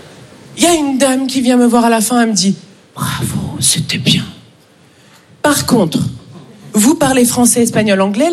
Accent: Paris, Île-de-France, France; also born or lived in United Arab Emirates; Les amis, moi, je viens de Paris.

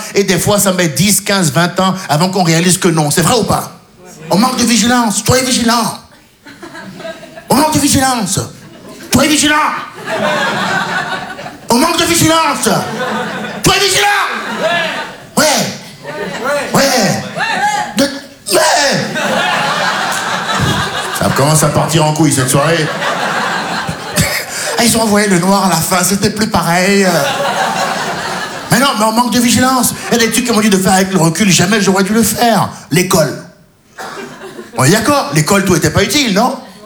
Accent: Benin; Je me dis, je suis franco-béninois. Ouais, mais je me dis maintenant, quand les impôts ils viennent, je suis béninois.

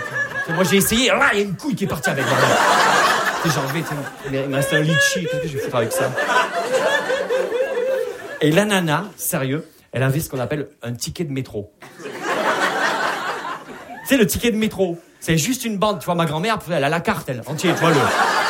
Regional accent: Perpignan, Occitanie, France

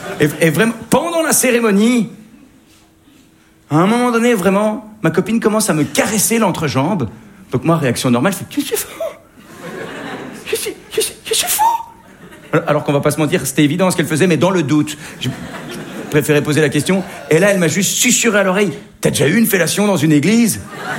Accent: Belgium

